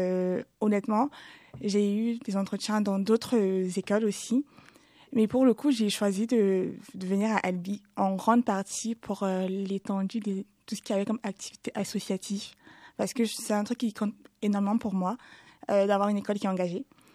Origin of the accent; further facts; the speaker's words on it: Cameroon; j'ai 22 ans, je suis originaire du Cameroun.